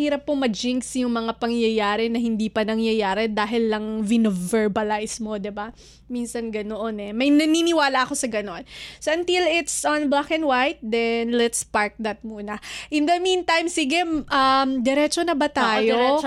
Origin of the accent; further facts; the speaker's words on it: Cagayan Valley, Philippines; super relate as a probinsyana like me from Batanes.